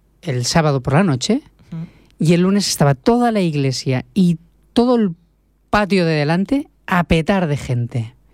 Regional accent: Tarragona, Catalonia, Spain; now in Barcelona, Spain; Yo soy natural de Tarragona, soy tarragoní.

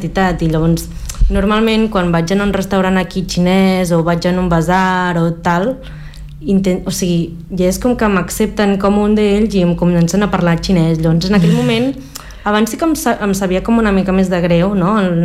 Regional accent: Changsha, Hunan, China; Catalan is a second language; La diferència, sobretot, entre la, o sigui, el meu poble d'origen, que és Changsha, i la capital de Beijing.

